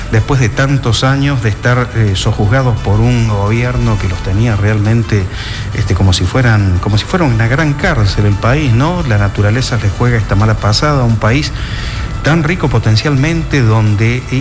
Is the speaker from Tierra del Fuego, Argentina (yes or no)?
no; Córdoba, Argentina; now in Chaco, Argentina; Yo soy nacido en Córdoba, pero a esta altura, siempre lo digo, tengo más de Chaco que de mi patria chica.